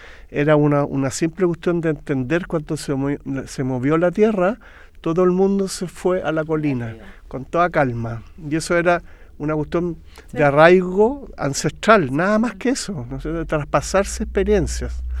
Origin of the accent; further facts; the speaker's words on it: Puerto Saavedra, Araucanía, Chile; yo soy de Puerto Saavedra y pertenezco a una comunidad indígena.